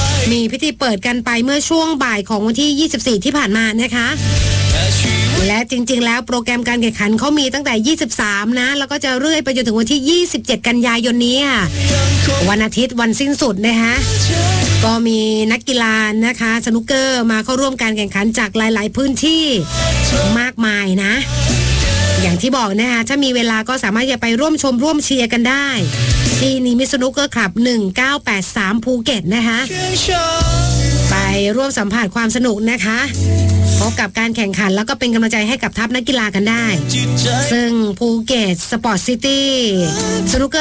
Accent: Phuket, Thailand; ในฐานะที่เราเองก็เป็นคนภูเก็ต

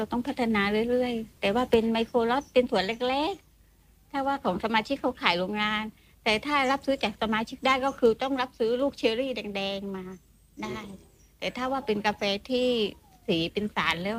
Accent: Surat Thani, Thailand; moved away as an adult; now in Ranong, Thailand; พี่เป็นคนสุราษฎร์แต่มาสร้างสวนที่ชุมพรของค่ายอำเภอสวี

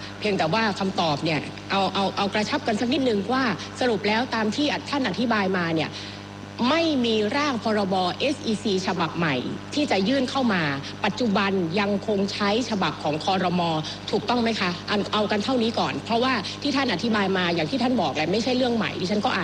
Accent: Southern Thailand, Thailand; ถามในฐานะคนใต้ท่านรัฐมนตรีวันนี้เราคุยกันก็คนใต้สองคน

